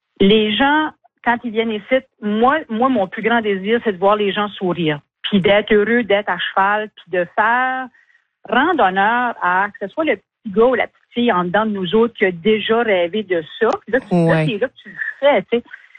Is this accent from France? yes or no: no; Edmundston, New Brunswick, Canada; also born or lived in Moncton; Ça a commencé avec mon déménagement de Moncton à Edmundston. Je suis originaire d'Edmundston.